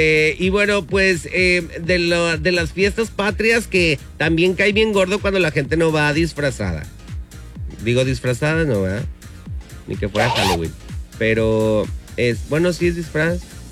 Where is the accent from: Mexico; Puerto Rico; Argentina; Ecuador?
Mexico; somos mexicanos